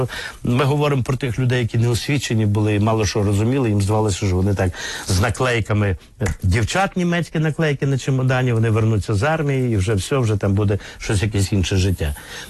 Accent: Prykarpattia, Ukraine; moved away; я є вихідець із Прикарпаття.

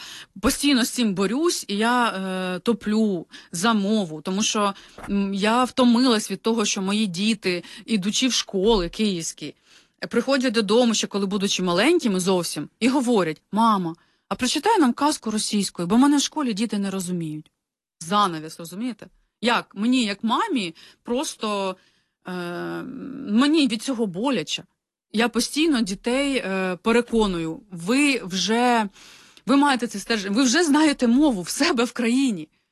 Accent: Brovary, Kyiv Oblast, Ukraine; І саме цікаве, що навіть я сама з Броварів, і у нас це було відведено, ну, я своє дитинство пам'ятаю таким

